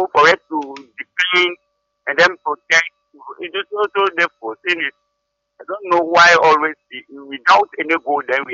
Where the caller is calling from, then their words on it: Dodowa, Greater Accra, Ghana; I'm speaking from Dodowa, Ramatongo.